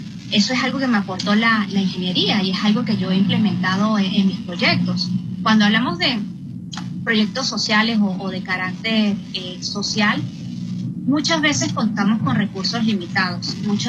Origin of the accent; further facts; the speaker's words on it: Venezuela; yo siento que es algo que nos caracteriza mucho como venezolanos, ¿no?